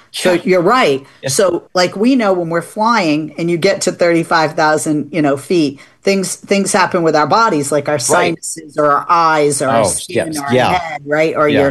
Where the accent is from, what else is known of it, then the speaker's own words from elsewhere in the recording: Massachusetts, United States; yeah I'm from Massachusetts. It's a wicked pisser